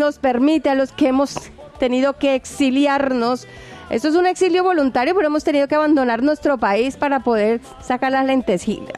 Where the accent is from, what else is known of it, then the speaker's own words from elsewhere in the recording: Colombia; moved away; en mi caso yo soy colombiana